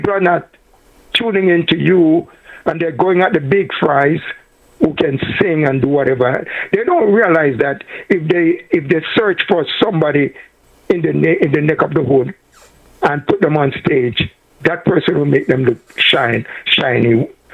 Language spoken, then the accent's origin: English; Jamaica